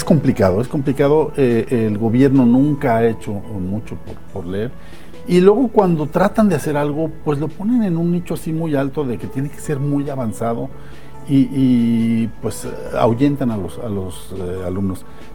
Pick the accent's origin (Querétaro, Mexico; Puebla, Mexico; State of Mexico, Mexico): Querétaro, Mexico; somos puros libreros queretanos